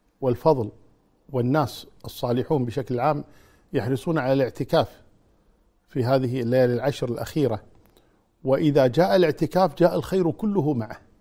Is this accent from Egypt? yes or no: no; Kuwait; إذا وأظن الحمد لله عندنا في الكويت يعني الوزارة يعني مهيئة لهذا، وزارة الأوقاف مهيئة لهذا الأمر